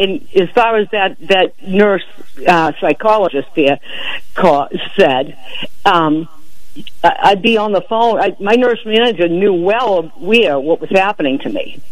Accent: Boston, Massachusetts, United States; now in Norwell, United States; I grew up in Boston, so I pretty much had no shame. In a large family

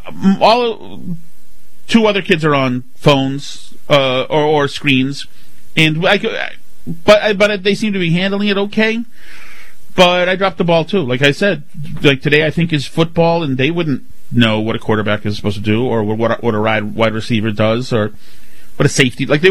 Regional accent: Boston, Massachusetts, United States; I grew up pretty much in Boston, like a lot of you guys did.

